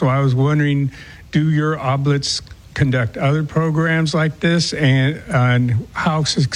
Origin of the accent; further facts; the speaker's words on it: Crossville, Tennessee, United States; From Crossville, Tennessee.